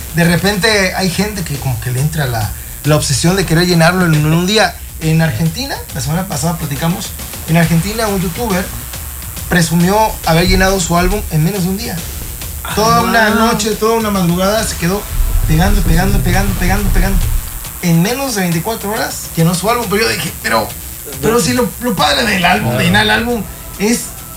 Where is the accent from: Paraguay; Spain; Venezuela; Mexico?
Mexico; como mexicano, me da gusto que una mexicana pueda participar